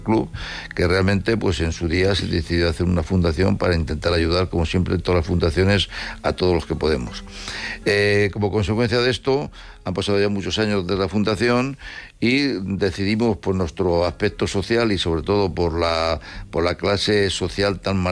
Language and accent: Spanish; Madrid, Community of Madrid, Spain; Quizás, bueno, la verdad que yo soy de Madrid